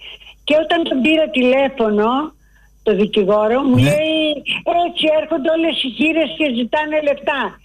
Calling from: Cholargos, Attica, Greece; είμαι από το Χολαργό.

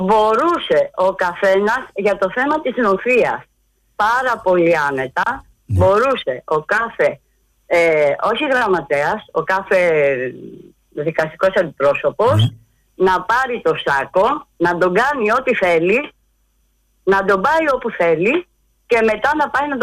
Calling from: Peristeri, Attica, Greece; είμαι από το Περιστέρι.

